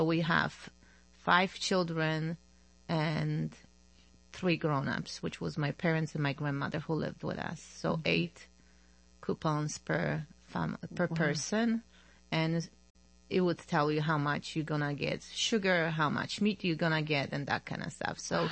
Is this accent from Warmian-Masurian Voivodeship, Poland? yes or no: yes; Elk, Warmian-Masurian Voivodeship, Poland; I was born and raised in Elk, which is a small town in northeast of Poland. I was born in 1974, so I grew up in an era of communism, and I grew up in an era of St. John Paul II.